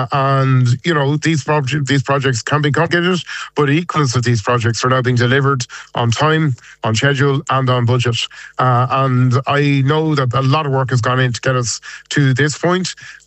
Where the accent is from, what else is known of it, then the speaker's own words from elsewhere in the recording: Ballina, Connacht, Ireland; I'm from the Quay, and you know, I've grown up with it